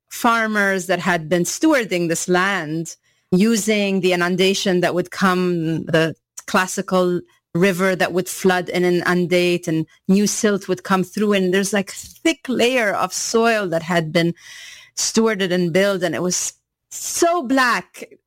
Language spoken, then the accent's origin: English; Cairo, Cairo Governorate, Egypt; I come from Cairo, Egypt, and they were drilling for a new subway that they're building.